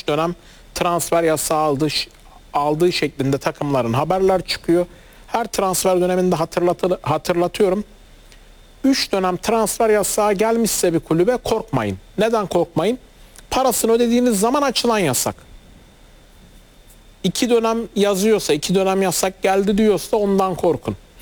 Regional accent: Adana, Turkey; benim memleketim Adana Demirspor.

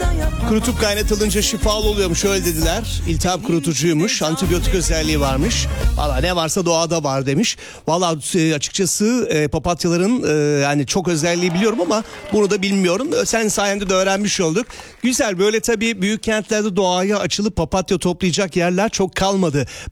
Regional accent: Istanbul, Turkey; ben doğma büyüme İstanbulluyum

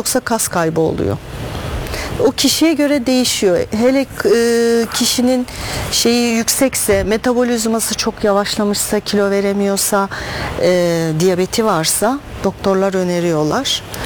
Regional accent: Istanbul, Turkey; born there; ben İstanbul doğumluyum

